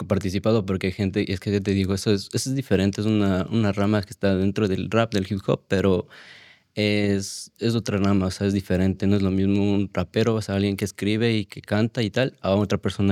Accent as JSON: {"language": "Spanish", "town": "Quito", "region": "Pichincha", "country": "Ecuador", "said": "bueno, yo es como soy de Quito, Ecuador, allá hay mucha gente que me decía, es como un cariño que puedes"}